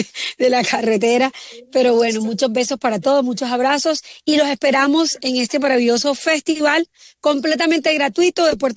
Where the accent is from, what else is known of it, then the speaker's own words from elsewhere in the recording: Colombia; nosotros como colombianos